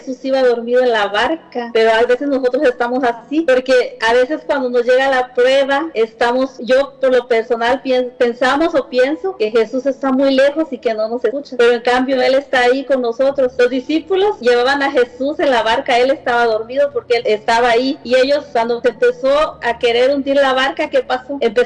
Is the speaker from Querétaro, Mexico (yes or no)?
no; Oaxaca, Mexico; soy allá de un pueblito chiquito allá del estado de Oaxaca, allá en la sierra.